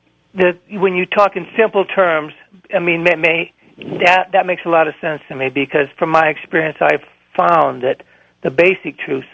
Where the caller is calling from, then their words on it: Hawaii, United States; I'm calling from Hawaii.